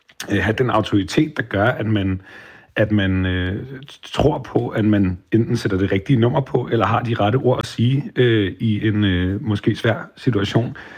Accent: Allinge, Capital Region of Denmark, Denmark; born there; min set-afspiller hjemme i Allinge på Bornholm

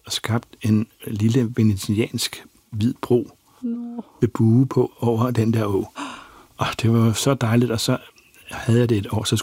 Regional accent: Bornholm, Capital Region of Denmark, Denmark; Så, og jeg var jo bornholmer, og en bornholmsk skuespiller var godt her med, sådan, med hensyn til publikum.

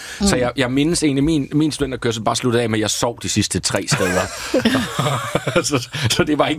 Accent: Toftlund, Region of Southern Denmark, Denmark; I Toftlund i Sønderjylland.

